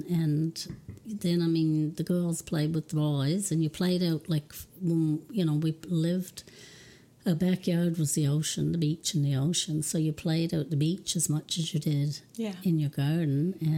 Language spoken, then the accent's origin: English; Cow Head, Newfoundland and Labrador, Canada; I'm originally from Nettie's Arbor in North Point, but I've lived in Cowhead since I was 4 years old, and I was born in 1959.